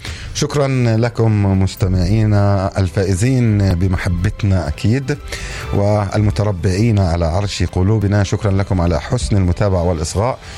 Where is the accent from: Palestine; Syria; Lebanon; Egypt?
Palestine; كفلسطينيين وهذا الإشي مفخرة إلنا